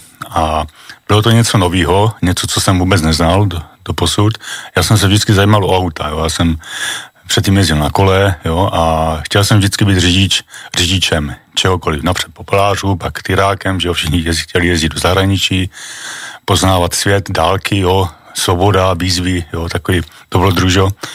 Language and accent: Czech; Olomouc, Olomouc Region, Czechia; moved away as an adult; also born or lived in Dluhonice, Přerov / Brno / Kopřivnice; A my jsme bydleli 18 let potom v paneláku v Olomouci. Chodil jsem na čajkárnu, na základní školu Čajkovského v Olomouci na Nové ulici. A potom jsem chodil na Gimpl, na Hejčín.